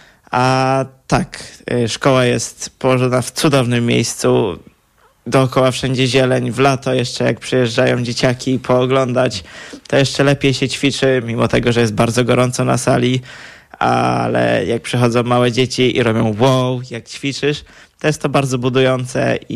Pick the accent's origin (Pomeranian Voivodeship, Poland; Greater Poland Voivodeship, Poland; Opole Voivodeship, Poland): Greater Poland Voivodeship, Poland; Poznań; jestem z Poznania.